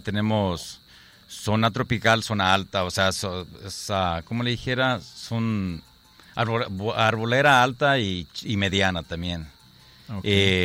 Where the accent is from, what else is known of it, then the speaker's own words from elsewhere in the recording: Colima, Mexico; nosotros vinimos de allí de la Rosa de San José del Lumber. El CAC se llama Agaveros de San Antonio. Estamos ubicados en la zona alta de Manzanillo.